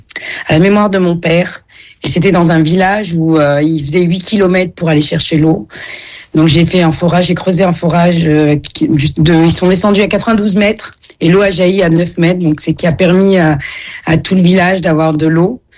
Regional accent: Djerba, Medenine, Tunisia; moi, je suis originaire de la Tunisie et d'une petite île qui s'appelle Djerba, et on boit l'eau de la pluie.

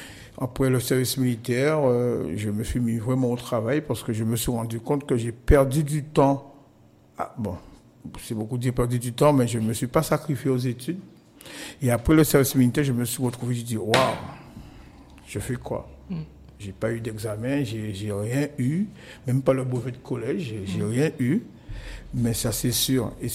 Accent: Nord-Grande-Terre, Guadeloupe; je suis un Nord-Grande-Terrien

